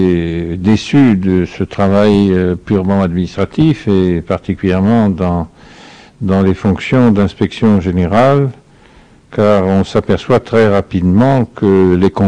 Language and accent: French; Brittany, France; born there; français et peut-être breton d'abord, puisque je suis né en Bretagne. Et par conséquent, j'appartiens à une ethnie importante en France, qui a sa langue propre, qui a sa culture, qui a sa civilisation.